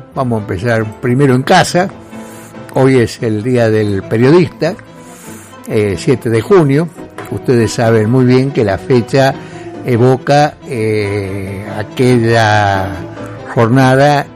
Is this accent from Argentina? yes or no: yes; Sunchales, Santa Fe, Argentina; born or raised there; moved away